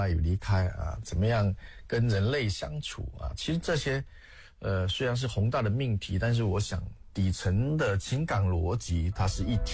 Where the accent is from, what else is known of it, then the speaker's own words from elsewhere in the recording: Chaoshan, Guangdong, China; 像我的故乡潮汕啊，这个地方呢它本身就是一个很魔幻的地方啊